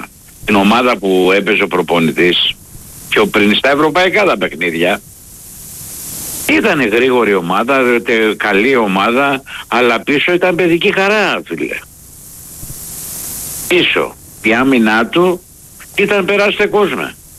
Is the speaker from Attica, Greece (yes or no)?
no; Heraklion, Crete, Greece; από Ηράκλειο.